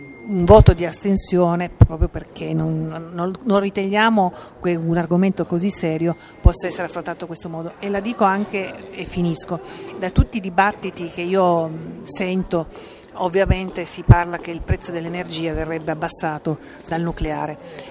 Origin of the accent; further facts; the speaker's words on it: Piedmont, Italy; da piemontese posso dire